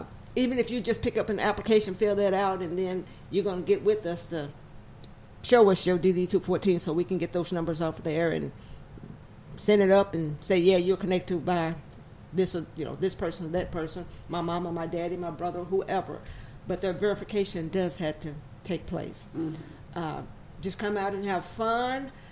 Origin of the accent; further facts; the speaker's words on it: Arkansas, United States; moved away as an adult; now in Little Rock, United States; I grew up in Northeast Arkansas, but I left Arkansas when I was about 21, and I didn't come back to 2012. So I spent like 30 years plus away.